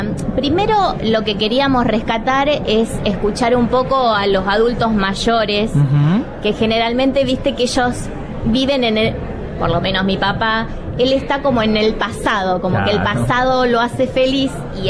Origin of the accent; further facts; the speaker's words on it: San Genaro, Santa Fe, Argentina; also born or lived in Arroyo Seco; Bueno, nosotros somos de San Genaro.